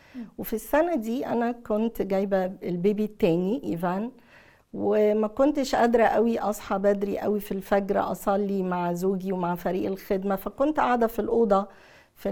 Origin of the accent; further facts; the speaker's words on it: Asyut, Asyut Governorate, Egypt; moved away; also born or lived in Fayoum / Cairo; انا من اسيوط.